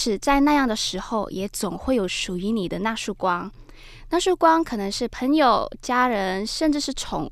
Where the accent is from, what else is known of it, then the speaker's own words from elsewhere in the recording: Malaysia; now in Taiwan; 还有我从马来西亚来到台湾之后的一些感受